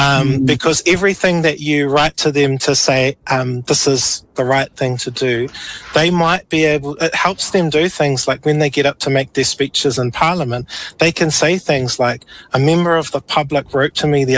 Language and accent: English; New Zealand